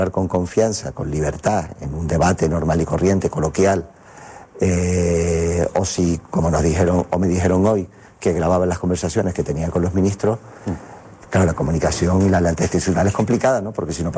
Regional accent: Canary Islands, Spain; vivimos en islas, somos canarios

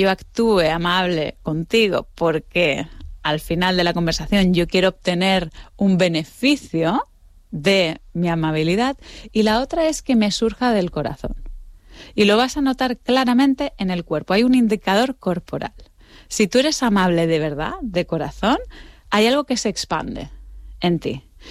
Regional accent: Canary Islands, Spain; accent: godo; en Gran Canaria, que es donde tengo yo aquí a la familia, aunque tenga el acento godo, soy canaria, y se nota un montón

